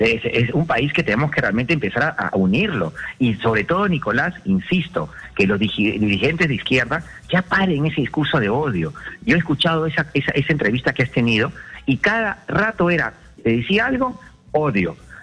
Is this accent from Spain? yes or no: no; Peru; Esto nos hace mucho daño como peruanos.